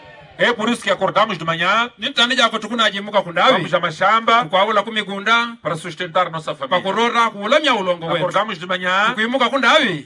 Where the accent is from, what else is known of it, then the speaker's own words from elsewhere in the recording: Mozambique; O que nós temos que fazer como moçambicanos